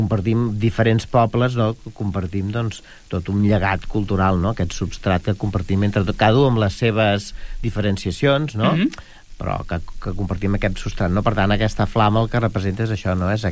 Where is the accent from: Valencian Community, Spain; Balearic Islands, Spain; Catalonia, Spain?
Catalonia, Spain; Pineda de Mar; que em vaig criar a Pineda en els primers anys, i jo recordo de jovenet anar a, no? És una institució a Pineda, no?